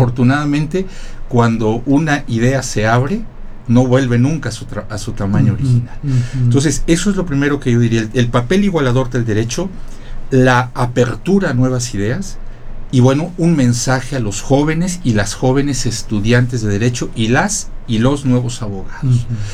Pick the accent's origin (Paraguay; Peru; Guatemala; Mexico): Mexico; somos muchos mexicanos